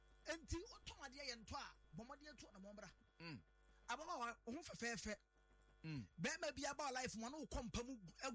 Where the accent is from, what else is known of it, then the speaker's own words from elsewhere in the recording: Ghana; I'm a Ghanaian, I'm a Ghanaian, I'm a Ghanaian.